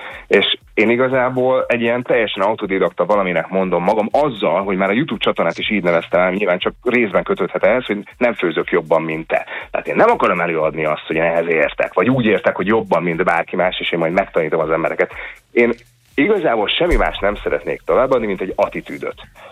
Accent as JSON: {"language": "Hungarian", "town": "Debrecen", "region": "Hajdú-Bihar", "country": "Hungary", "tie": "born or raised there", "said": "mert Debrecenben nőttem föl, valahogy nagyon messze volt minden víz"}